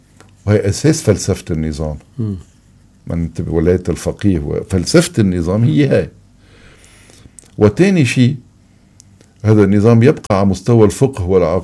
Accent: Lebanon; نحن كشعب لبناني

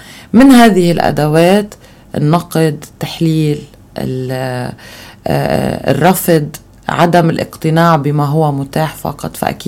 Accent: Lebanon; أولا الفكرة ولدت لأنه عنا بلبنان قليل ما يتقاطع السياسي والقانون مع بعض.

